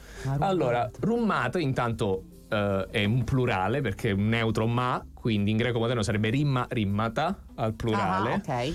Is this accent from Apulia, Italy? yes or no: yes; Apulia, Italy; noi abbiamo questa particolarità nel nostro dialetto.